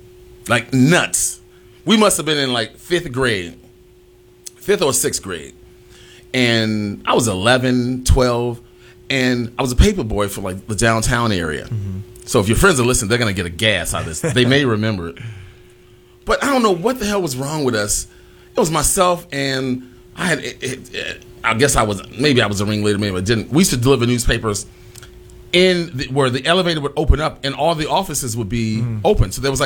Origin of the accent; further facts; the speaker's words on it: Chicago, Illinois, United States; I grew up in Cabrini.